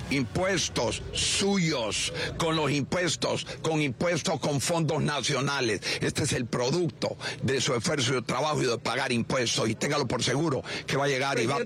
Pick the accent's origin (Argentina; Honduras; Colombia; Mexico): Honduras; Todos somos hondureños y necesitamos una Honduras fuerte